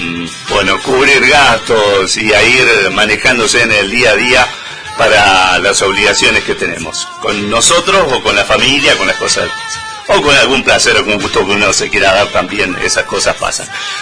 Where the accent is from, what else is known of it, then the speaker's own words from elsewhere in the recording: Malargüe, Mendoza, Argentina; muchos de los malarguinos que somos un poco así